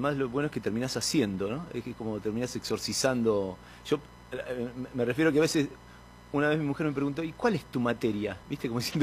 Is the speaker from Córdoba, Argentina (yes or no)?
no; Junín, Buenos Aires Province, Argentina; born there; moved away; also born or lived in La Plata; Somos nacidos en Junín.